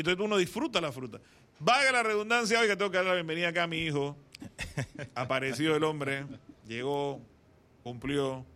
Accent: Panama

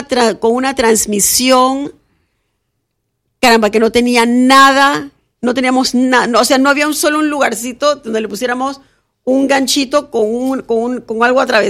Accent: Panama

